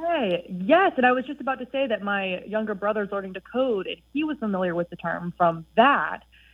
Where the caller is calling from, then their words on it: Savannah, Georgia, United States; I'm calling from Savannah, Georgia.